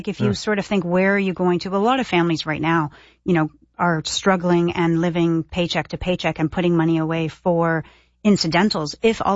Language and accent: English; Toronto, Ontario, Canada; now in Ottawa, Canada; I mean, I grew up in Toronto.